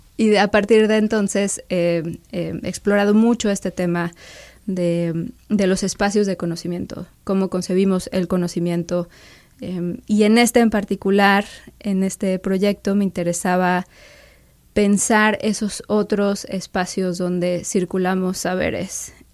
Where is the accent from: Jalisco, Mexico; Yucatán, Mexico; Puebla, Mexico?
Puebla, Mexico; Cholula; Yo crecí en Cholula, y y no crecí yendo de niña a una biblioteca.